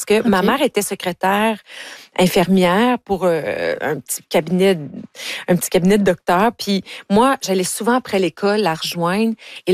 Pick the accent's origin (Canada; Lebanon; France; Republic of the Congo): Canada; Ontario; parce que moi, je viens de l'Ontario.